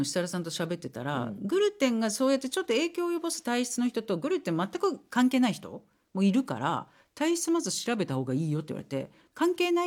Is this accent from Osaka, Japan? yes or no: no; Aichi, Japan; 私はちょっと愛知県出身同士で